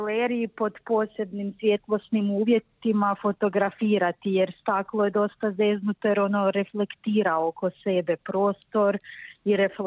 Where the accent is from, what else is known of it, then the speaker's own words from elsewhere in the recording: Podravina, Croatia; Ja sam odrasla u Podravini, od uvijek okružena tim slikama